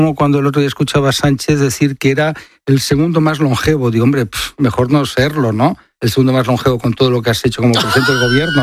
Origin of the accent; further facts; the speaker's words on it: Barcelona, Catalonia, Spain; O si vas por España, está llena de museos, hombre, unos más importantes, otros más modestos, en mi tierra, Barcelona